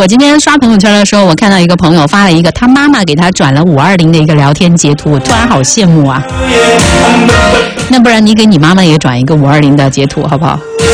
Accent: China

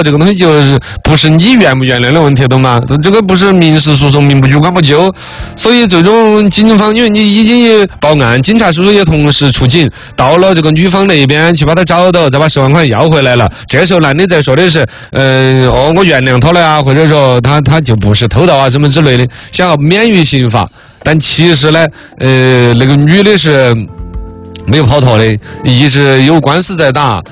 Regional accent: China; 我们中国人民了，

